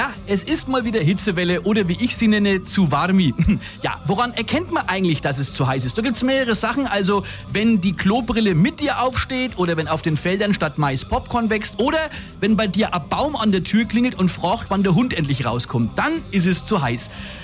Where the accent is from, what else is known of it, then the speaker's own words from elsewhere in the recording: Kulmbach, Bavaria, Germany; kurz vor Kulmbach, meiner Heimatstadt, hält mich die Polizei